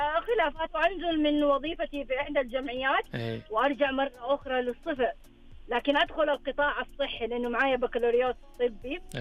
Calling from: Jeddah, Makkah Province, Saudi Arabia

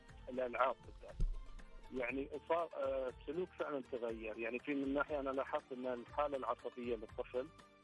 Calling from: Bahrain; من البحرين.

